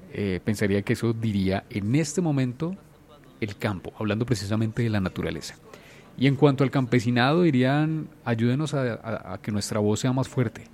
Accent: Colombia; gracias a la vida porque soy colombiano.

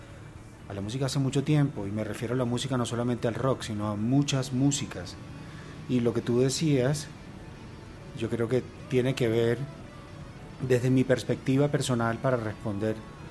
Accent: Barranquilla, Atlántico, Colombia; Barranquilla, particularmente, porque yo soy barranquillero, es un hervidero de migrantes.

